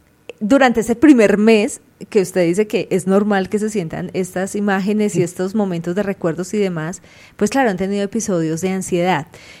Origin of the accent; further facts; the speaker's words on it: Manizales, Caldas, Colombia; moved away; yo soy de Manizales, tengo familia, mi familia está allá